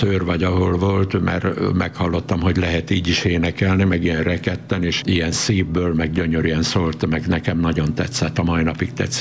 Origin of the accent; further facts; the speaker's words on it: Budapest, Hungary; Hollandia, meg Dánia, meg pár helyen én megfordultam, de én ragaszkodom Kőbányához. Itt vannak az emlékek, itt nőttem fel.